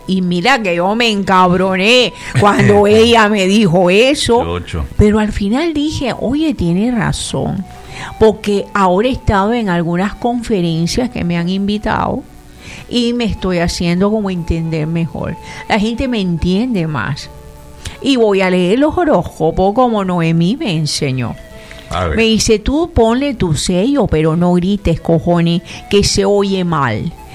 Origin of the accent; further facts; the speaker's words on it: Havana, Cuba; De la propia Habana. Tengo casa en Santiago de Cuba.